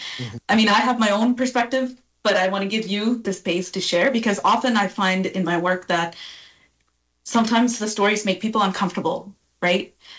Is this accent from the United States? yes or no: no; South India, India; born there; I was born in South India.